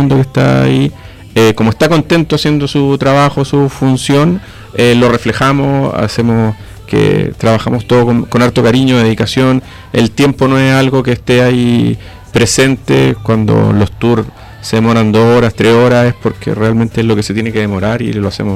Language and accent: Spanish; Uruguay; now in Chile; yo soy uruguayo, mi familia también